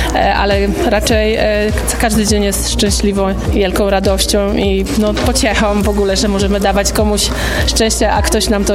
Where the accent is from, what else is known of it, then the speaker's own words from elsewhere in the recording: Piotrków Trybunalski, Łódź Voivodeship, Poland; jestem mamą zastępczą w rodzinie niezastępczej i pochodzę z Piotrkowa Trybunalskiego.